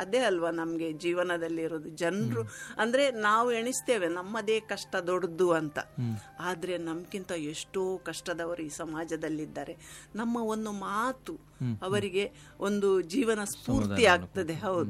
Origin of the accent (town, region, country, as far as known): Mangaluru, Karnataka, India